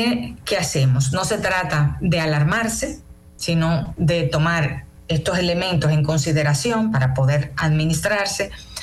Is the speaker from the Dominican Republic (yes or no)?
yes; Dominican Republic; entender cómo ciudadano y como dominicano, cómo esto nos afecta